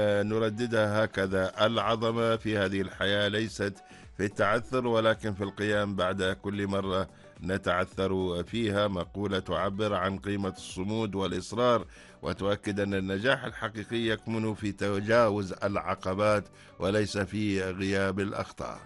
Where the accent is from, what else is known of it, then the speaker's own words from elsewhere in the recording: Oman; اللهم احفظ بلادنا سلطنة عمان واحفظ جميع المسلمين